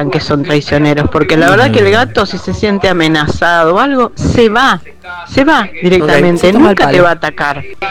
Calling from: Buenos Aires, Argentina; de Boedo.

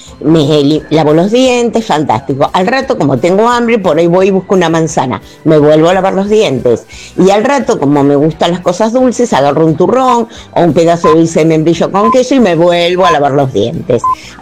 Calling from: Lanús, Buenos Aires Province, Argentina; soy de Lanús.

